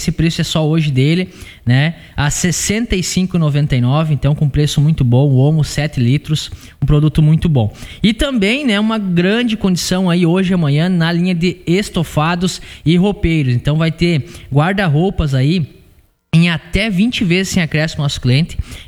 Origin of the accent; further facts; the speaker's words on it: Palmitinho, Rio Grande do Sul, Brazil; Eu sempre falo que hoje eu tenho orgulho de lembrar de onde vim, né? Do interior lá de Palmitinho, então, filhos de pai e mãe, né? Do interior, né?